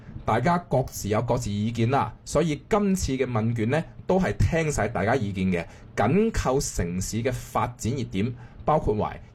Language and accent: Cantonese; Guangdong, China; 而我们广东人更加深有体会，晾3日的衫点都干不到。